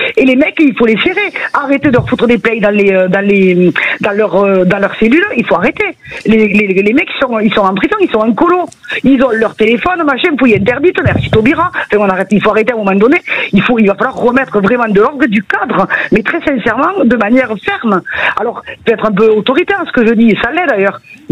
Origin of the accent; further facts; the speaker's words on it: Occitanie, France; moi, j'ai grandi dans le Gers, donc c'était facile.